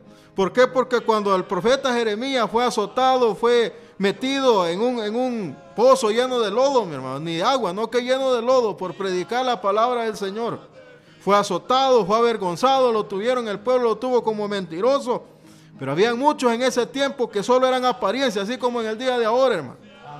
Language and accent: Spanish; El Salvador; Nosotros como salvadoreños no nos gusta que nos den garabatos, ¿sí o no? Nos gusta que nos digan la verdad.